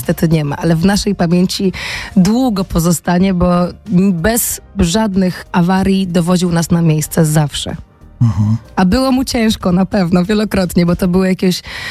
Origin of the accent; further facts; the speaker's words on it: Bytów, Pomeranian Voivodeship, Poland; u nas w Bytowie nie ma stacji kolejowej, więc są tylko autobusy